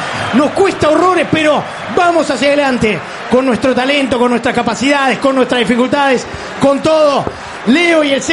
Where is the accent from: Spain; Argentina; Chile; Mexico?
Argentina; 3-2, somos Argentina y seguimos.